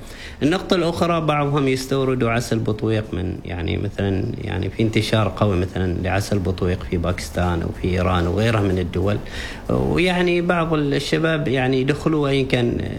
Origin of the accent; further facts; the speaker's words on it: Oman; عندنا في عمان